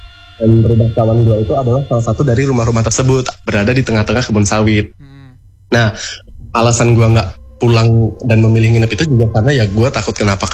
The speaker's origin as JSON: {"language": "Indonesian", "area": "Way Kanan", "region": "Lampung", "country": "Indonesia", "tie": "born there", "said": "pas gue zaman SMA di Waikanan."}